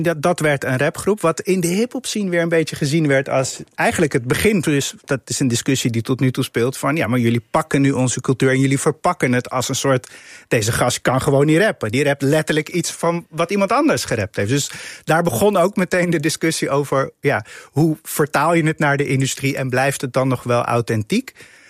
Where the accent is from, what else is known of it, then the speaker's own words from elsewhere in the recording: The Hague, South Holland, Netherlands; Ik kom uit Den Haag. Dat heeft vrij lange graffiti geschiedenis.